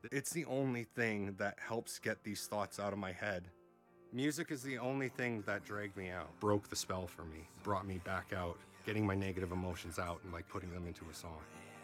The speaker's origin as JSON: {"language": "English", "town": "Burnaby", "region": "British Columbia", "country": "Canada", "tie": "born or raised there", "also_born_or_lived": "Surrey, British Columbia", "moved": "yes", "said": "I grew up in Burnaby, BC, outside of New Westminster. It's near Vancouver, it's all the same area. Then I moved to Surrey."}